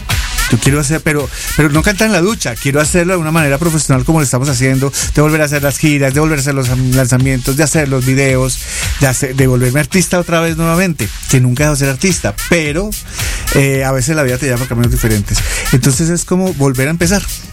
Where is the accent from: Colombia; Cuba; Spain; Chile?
Colombia; Y venimos acá y a ustedes les gusta el acento colombiano.